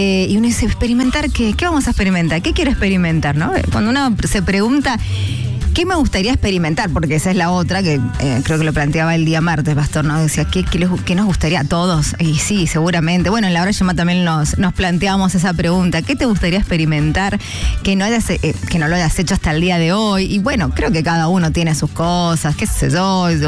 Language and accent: Spanish; Mendoza, Argentina; Yo estoy muy feliz, muy contenta en mi país. Amo mi país, amo Argentina, Mendoza